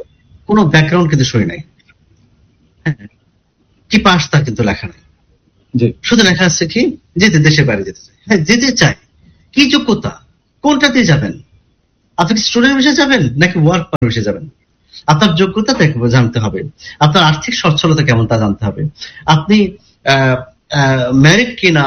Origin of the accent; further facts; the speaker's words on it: Kushtia, Khulna Division, Bangladesh; আমার বাড়ি যেমন কুষ্টিয়া